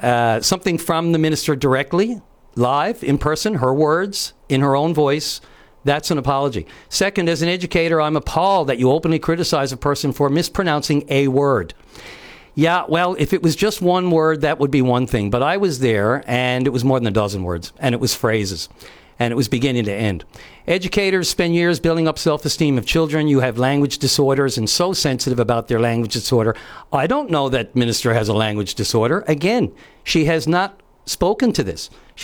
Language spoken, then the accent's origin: English; Newfoundland and Labrador, Canada; I was offended as a Newfoundlander because I was there